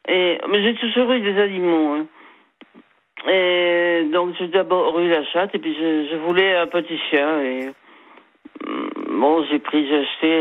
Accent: Bordeaux, Nouvelle-Aquitaine, France; born there; Ah, ben depuis pas mal, je suis née à Bordeaux, oui.

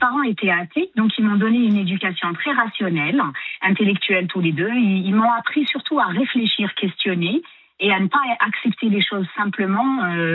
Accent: Algeria; j'ai grandi en Algérie, le seul environnement qui était autour de moi, c'était un environnement musulman.

